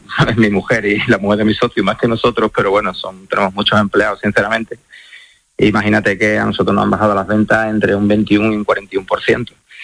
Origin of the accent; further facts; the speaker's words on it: Spain; Los primeros somos nosotros, primero somos los caballos, somos españoles